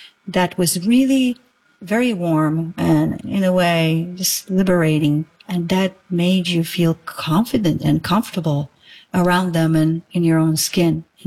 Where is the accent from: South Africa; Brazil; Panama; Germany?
Brazil; I am from Brazil, and I grew up in the 80s and 90s, pre-internet, in a time when being queer, it was really, really difficult.